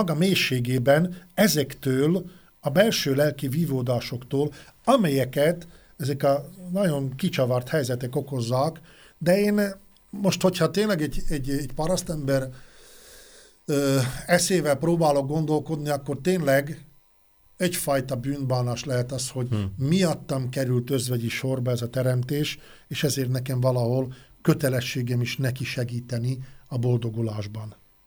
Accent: Hungary; accent: Palóc; Kezdjük azon, hogy én most milyen nyelven beszélem ezt a néhány mondatot. Hogy én palócosan beszélek

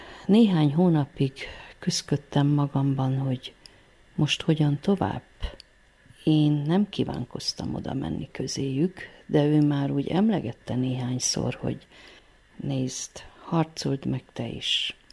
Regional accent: Székely Land, Romania; Egy olyan székelyföldi faluban nőttem föl, ahol egy tömbben élnek cigányok is. Cigány osztálytársaim is voltak.

